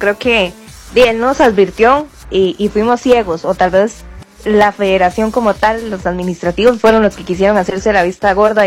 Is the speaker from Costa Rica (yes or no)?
yes; Costa Rica